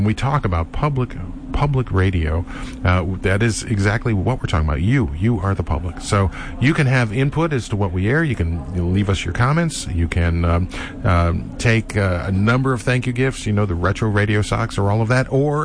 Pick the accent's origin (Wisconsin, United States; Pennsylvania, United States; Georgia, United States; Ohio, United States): Ohio, United States; Cleveland; moved away; I grew up in Cleveland, right? And we lived in the suburbs.